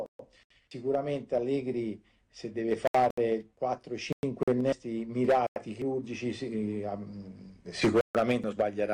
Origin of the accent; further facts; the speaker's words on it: Tuscany, Italy; Io me l'auguro, sia per la Fiorentina, anche da Toscano